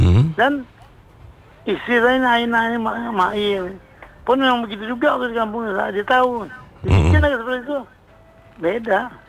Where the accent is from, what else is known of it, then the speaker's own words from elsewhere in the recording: West Kalimantan, Indonesia; Kampung saya kampung Olong kan enggak asli lagi sekarang. Komplet perumahan beli di mana-mana, kan lah jadi kota kabupaten kan?